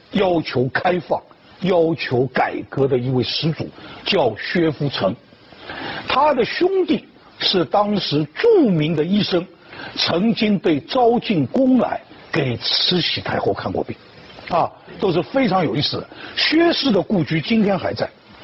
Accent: Wuxi, Jiangsu, China; 那么最后介绍一个我的同乡，大家把他忘了，无锡，我的老家无锡有一个非常有名的小吃，王兴记小笼包。

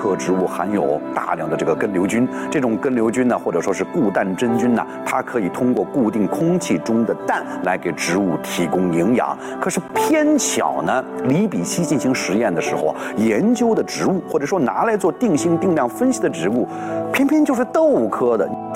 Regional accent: China; 我们中国人的祖先

